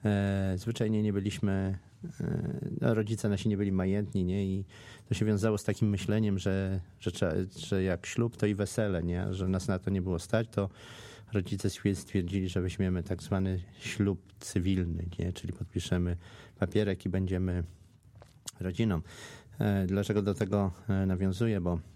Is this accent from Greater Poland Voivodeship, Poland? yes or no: no; Warsaw, Masovian Voivodeship, Poland; wychowałem się na warszawskiej Pradze, nie?